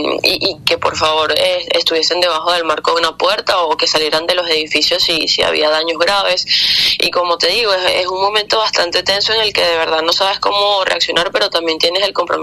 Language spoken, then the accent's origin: Spanish; Venezuela; somos venezolanos y eso va en nuestro gen.